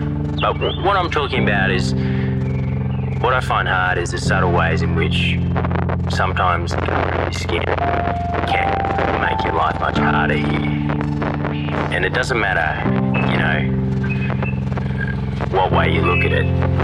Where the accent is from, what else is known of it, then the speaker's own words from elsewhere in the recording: Mudgee, New South Wales, Australia; born there; now in Alice Springs, Australia; I was born in Mudgee, New South Wales, in pastoral country.